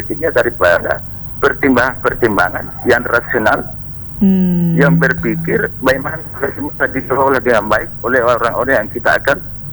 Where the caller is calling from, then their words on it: Polewali Mandar, West Sulawesi, Indonesia; kan kebetulan saya juga orang Polman.